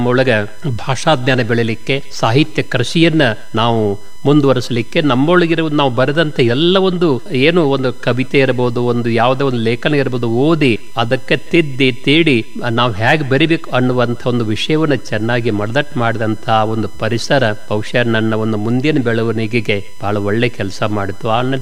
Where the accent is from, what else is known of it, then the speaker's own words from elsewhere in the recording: Mutnal, Karnataka, India; also born or lived in Hirebagewadi; now in Belagavi, India; ನಾವು ಪ್ರಾಥಮಿಕ ಶಾಲೆಯೊಳಗೆ ಕಲಿಯುವಾಗಲೂ ಕೂಡ ನಮ್ಮೂರೊಳಗೆ ಮುತ್ನಾಳಂತ ಗ್ರಾಮದೊಳಗೆ